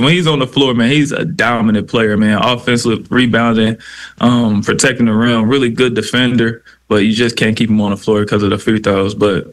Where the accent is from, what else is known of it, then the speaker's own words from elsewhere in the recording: Indiana, United States; Growing up in Indiana, you just kind of got a little hate for the Knicks just because of Reggie Miller.